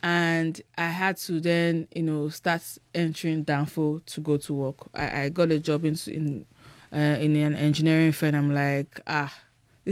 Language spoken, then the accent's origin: English; Ibadan, Oyo, Nigeria; Like, I grew up in Ibadan. I wasn't used to that hard life